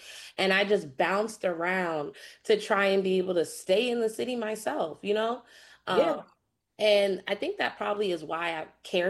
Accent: Harlem, New York, United States; So I got politicized in my own personal story of, you know, growing up in Harlem, getting displaced and gentrified out of Harlem

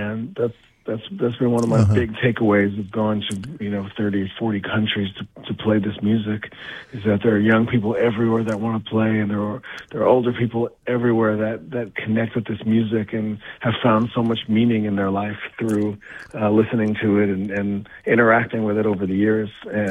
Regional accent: Miami, Florida, United States; also born or lived in Montclair, New Jersey; I grew up in Miami, Florida.

